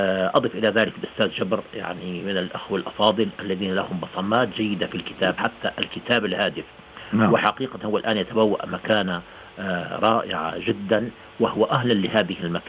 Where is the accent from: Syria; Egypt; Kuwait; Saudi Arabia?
Syria; عندما يأتي إخواننا إلى دمشق نشعر كلنا جميعا سوريين.